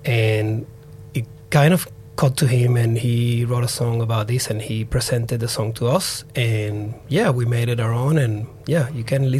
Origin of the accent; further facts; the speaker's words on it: Venezuela; English is a second language; I'm also from Venezuela